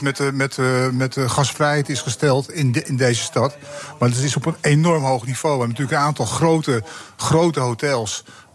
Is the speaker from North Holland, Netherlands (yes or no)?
yes; Amsterdam, North Holland, Netherlands; Nou, omdat ik ben een Amsterdammer. Trots op de stad.